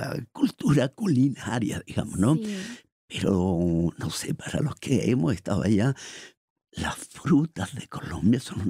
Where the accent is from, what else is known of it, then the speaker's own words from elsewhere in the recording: Chile; moved away; Porque en mi país de origen, en Chile, ni idea de arepa las conocemos ahora